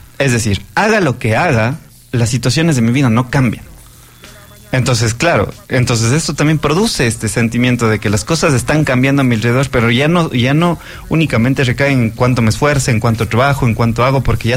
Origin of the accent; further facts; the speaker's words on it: Cuenca, Azuay, Ecuador; Yo cuando era pelado, yo estudié la escuela ahí